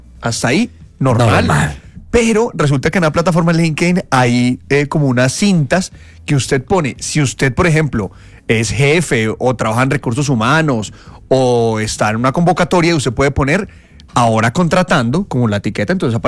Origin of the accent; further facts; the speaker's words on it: Colombia; Somos colombianos, manito. No, yo soy muy colombiano